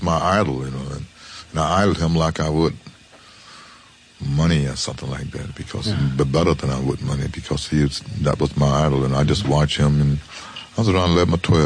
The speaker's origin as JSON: {"language": "English", "town": "Memphis", "region": "Tennessee", "country": "United States", "also_born_or_lived": "Cincinnati, United States", "said": "And I'm from Memphis."}